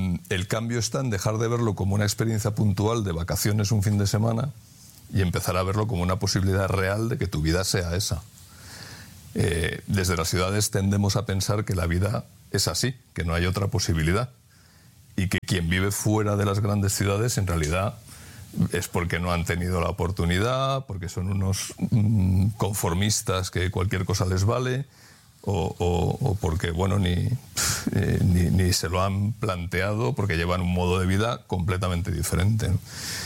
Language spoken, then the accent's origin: Spanish; Madrid, Community of Madrid, Spain; born there; moved away as an adult; now in Sayago, Spain; nosotros ya no decimos que somos madrileños. Nosotros éramos madrileños y nuestra vida ha cambiado y ahora sí, nacimos en Madrid.